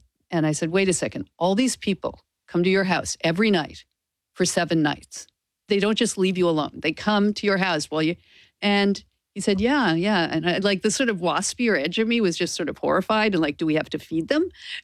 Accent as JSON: {"language": "English", "country": "Canada", "tie": "born or raised there", "said": "I was very attracted to Judaism as a religion. I grew up Episcopal in Canada. I wasn't not religious, but I just took it as it was given to me."}